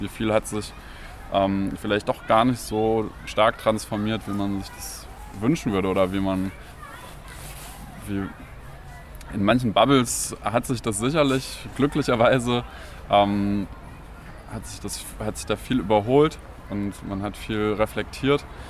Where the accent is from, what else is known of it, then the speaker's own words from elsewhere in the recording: West Germany, Germany; moved away; Ich komme aus Westdeutschland